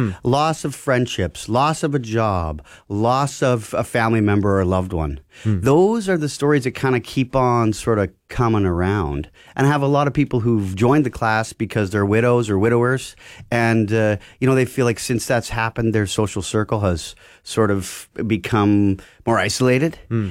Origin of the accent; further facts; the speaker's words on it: Carman, Manitoba, Canada; I grew up in Carmen, Manitoba.